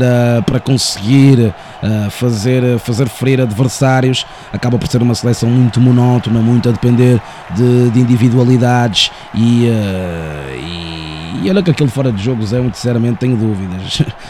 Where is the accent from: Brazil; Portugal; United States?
Portugal; eu, enquanto português